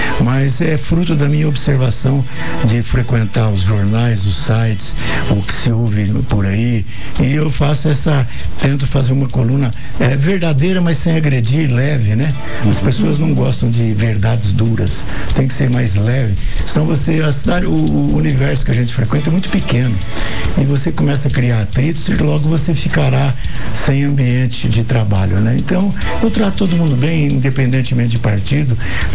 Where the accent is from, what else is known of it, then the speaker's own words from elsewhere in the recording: São José do Rio Preto, São Paulo, Brazil; born there; moved away as an adult; also born or lived in General Salgado / Cassilândia; now in Campo Grande, Brazil; É do interior. Eu nasci em José Bonifácio, ali ao lado de São José do Rio Preto